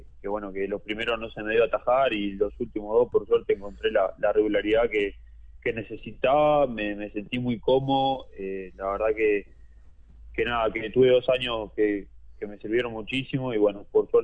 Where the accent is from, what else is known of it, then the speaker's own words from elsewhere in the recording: Mendoza Chico, Florida, Uruguay; moved away; also born or lived in Montevideo; Y yo nací, Mendoza Chico